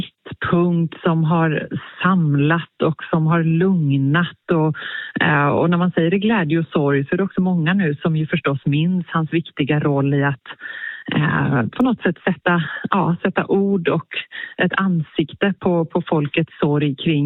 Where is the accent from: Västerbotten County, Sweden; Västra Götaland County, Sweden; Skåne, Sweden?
Västra Götaland County, Sweden; Gothenburg; som göteborgare